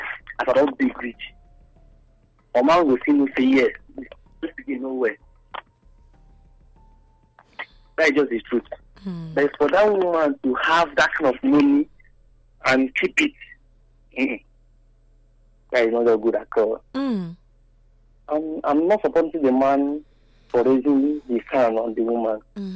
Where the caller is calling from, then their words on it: Benin City, Edo, Nigeria; And I'm calling from Benin.